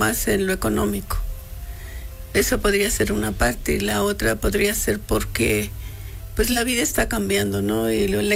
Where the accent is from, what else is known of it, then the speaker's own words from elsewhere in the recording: Puebla, Mexico; soy poblana.